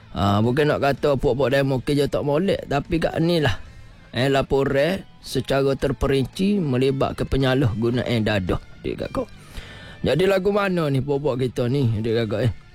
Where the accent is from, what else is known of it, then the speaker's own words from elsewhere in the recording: Kelantan, Malaysia; Maruah kita sebagai orang Kelantan.